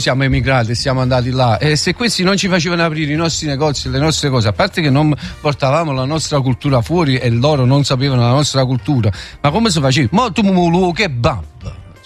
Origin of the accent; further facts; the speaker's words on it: Emilia-Romagna, Italy; Non mi piadino perché sono romagnolo, non mi piadino.